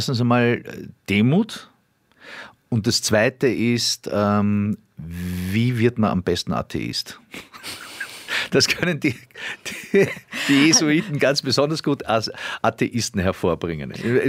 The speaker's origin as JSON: {"language": "German", "area": "Mödling District", "region": "Lower Austria", "country": "Austria", "tie": "born or raised there", "said": "ich bin im Bezirk Mödling aufgewachsen"}